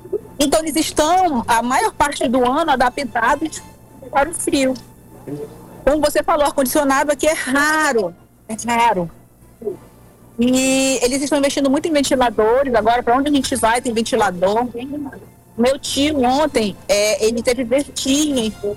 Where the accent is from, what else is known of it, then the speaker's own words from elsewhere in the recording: Macapá, Amapá, Brazil; moved away; Eu que sou de Macapá.